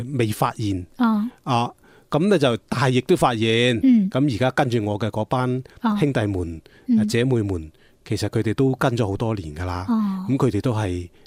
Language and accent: Cantonese; Guangdong, China; 所以我觉得佢系相当于留喺我哋岭南人嘅身上嘅血，佢冇可能冇嘅